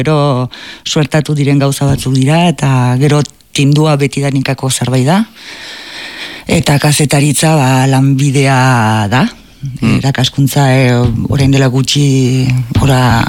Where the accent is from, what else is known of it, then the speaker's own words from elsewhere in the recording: Tarnos, Nouvelle-Aquitaine, France; eta gero nire haurtzaroa Tarnosen bikaina izan